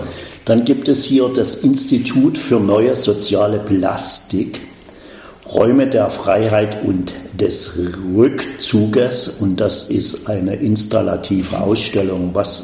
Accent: East Germany, Germany; Ich bin ja nun in der DDR groß geworden

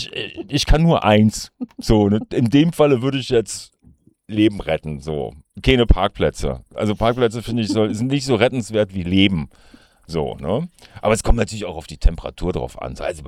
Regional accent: North Rhine-Westphalia, Germany; ich komme halt aus dem Ruhrpott

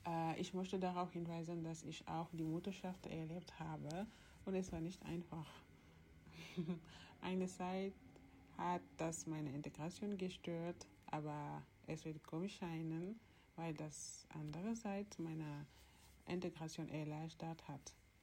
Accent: Senegal; German is a second language; moved away as an adult; now in Germany; ich komme aus dem Senegal. Ich bin 31 Jahre alt.

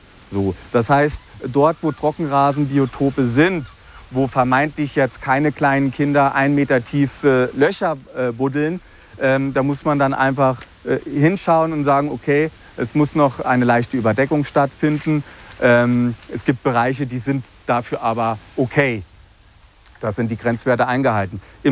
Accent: Northern Germany, Germany; So, jetzt als Norddeutscher kann man sagen, wir haben ja sowieso immer Wind und hier ist es nicht warm.

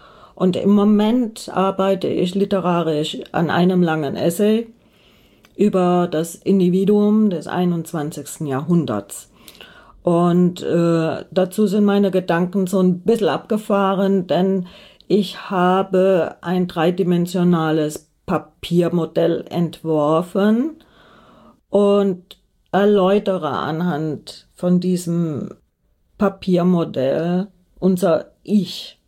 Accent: Mannheim, Baden-Württemberg, Germany; Ja gut, ich komme aus Mannheim

